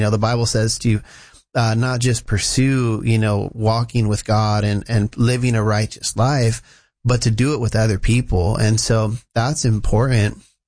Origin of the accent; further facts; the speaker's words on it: California, United States; moved away as an adult; now in Portland, United States; So we grew up in Southern California. I've lived everywhere in Southern California. We've lived in Hacienda Heights, West Covina, Diamond Bar, all over the place, Glendora, you name it. I've lived there. But we last lived in Diamond Bar before moving up.